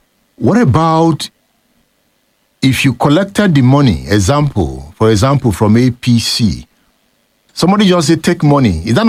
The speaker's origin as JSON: {"language": "English", "town": "Benin City", "region": "Edo", "country": "Nigeria", "tie": "born or raised there", "moved": "yes", "said": "I was born in Benin City. The Benin City I grew up in and the Benin City now is still the same."}